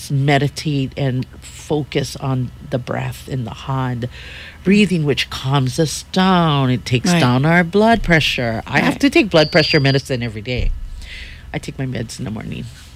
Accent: Anahola, Hawaii, United States; And so I'm from Anahola.

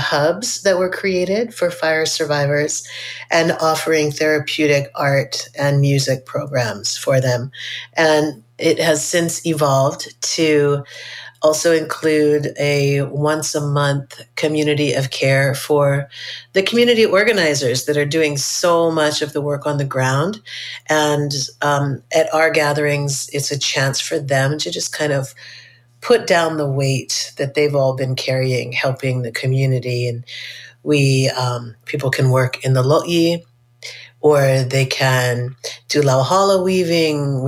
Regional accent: Maui, Hawaii, United States; lifelong Maui resident.

